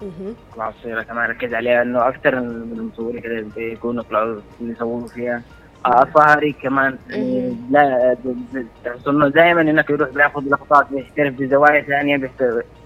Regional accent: Aden, Yemen; مثلا عندنا في عدن انه يهتموا بالمعالم الاثريه واصلاحها.

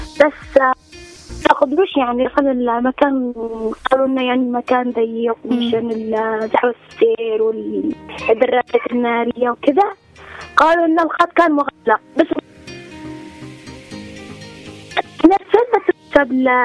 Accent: Abyan, Yemen

